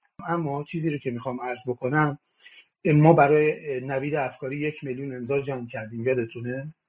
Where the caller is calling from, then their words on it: Mazandaran, Iran; من مازندرانیم، من بچه کوهستانم.